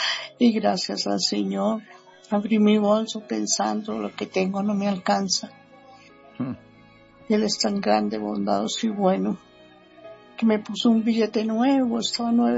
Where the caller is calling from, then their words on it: Bogotá, Colombia; de Bogotá.